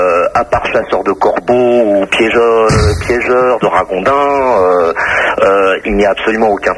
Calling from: France; J'ai fait l'erreur de partir à la campagne afin de justement de mon bled, si tu veux. Je suis à équidistance entre Le Mans, Tours et Angers.

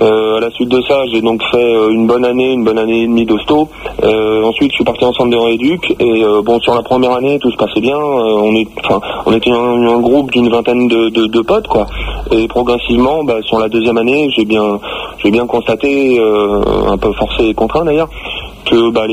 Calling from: Chelles, Île-de-France, France; moi je suis de Chelles

